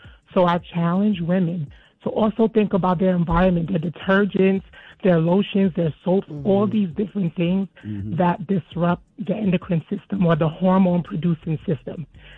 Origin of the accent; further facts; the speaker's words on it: New York, United States; now in Burlington, United States; I'm in Burlington. I'm from New York, but I'm in Burlington.